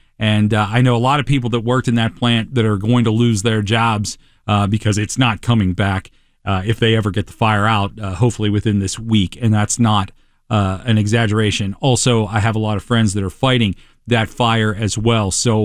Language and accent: English; Pittsburgh, Pennsylvania, United States; moved away; also born or lived in Parkersburg, West Virginia; I grew up in Pittsburgh, a steel town, shift work.